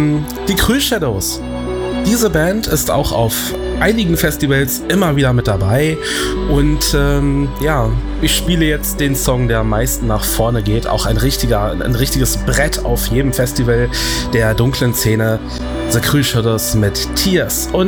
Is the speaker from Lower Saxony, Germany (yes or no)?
yes; Hildesheim, Lower Saxony, Germany; oder auch in meiner Heimatstadt Hildesheim in der Mera-Luna-Stadt.